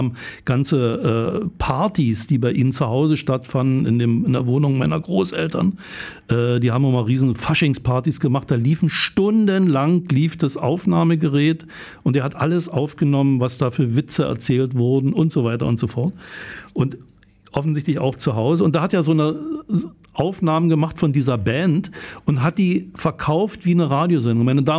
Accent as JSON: {"language": "German", "town": "Dresden", "region": "Saxony", "country": "Germany", "tie": "born there", "accent": "Saxon", "said": "Ich bin in Dresden geboren. Ich könnte auch noch so reden, wenn du willst."}